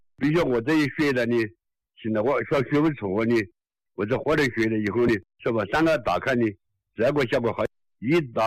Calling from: Tianmen, Hubei, China; 我是天门金南

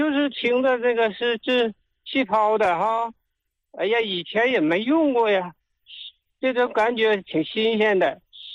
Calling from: Harbin, Heilongjiang, China; 老师啊，我是哈尔滨的。

